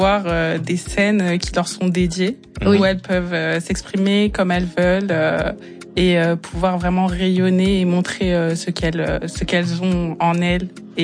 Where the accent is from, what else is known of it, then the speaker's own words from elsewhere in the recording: Aulnay-sous-Bois, Île-de-France, France; Du coup, moi, je suis une jeune femme noire. Mm-hmm. J'ai grandi à Aulnay-sous-Bois.